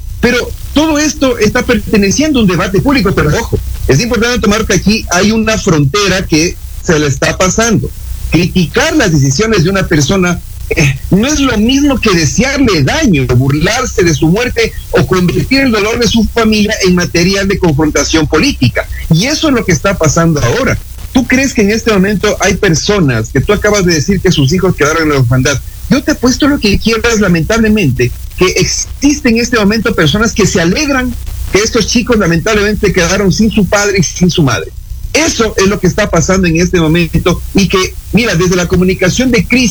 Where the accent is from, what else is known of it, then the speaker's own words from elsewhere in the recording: Ecuador; como ecuatorianos en beneficio de nuestro país